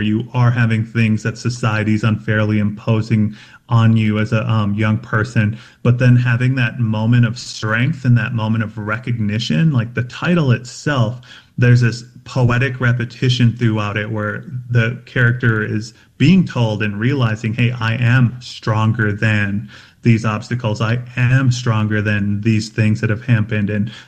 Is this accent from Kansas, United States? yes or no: no; Red Lake Indian Reservation, Minnesota, United States; now in Denver, United States; Like, I live in Denver, but I'm from the Red Lake Indian Reservation in northern Minnesota.